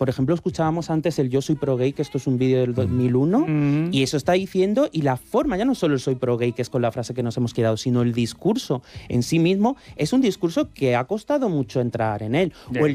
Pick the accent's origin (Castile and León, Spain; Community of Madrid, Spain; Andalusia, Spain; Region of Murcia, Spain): Andalusia, Spain; porque yo soy andaluz, o sea que llevaba como muy en la sangre esto del folclore